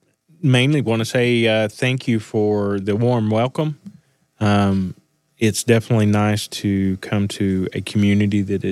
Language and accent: English; South Plains, Texas, United States; moved away as an adult; now in Pampa, United States; I was raised up in the South Plains